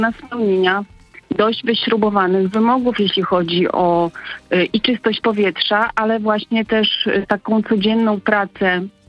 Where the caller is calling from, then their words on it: Ustka, Pomeranian Voivodeship, Poland; Ja dzwonię z Ustki